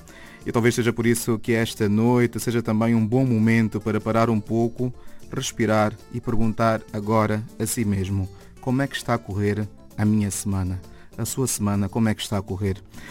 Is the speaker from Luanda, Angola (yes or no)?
no; Benguela, Angola; moved away; Benguela, minha terra, minha Angola, é de lá onde eu vim, é lá onde estão as minhas raízes